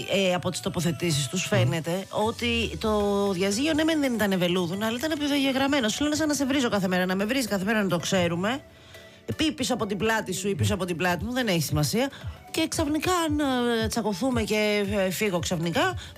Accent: Greece; οι Έλληνες δουλεύουμε παραπάνω από το μέσο όρο της Ευρώπης.

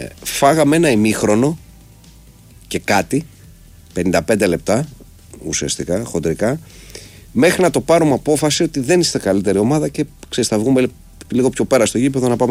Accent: Greece; να σου το πω για να δεις πώς μπορεί να είμαι Έλληνας

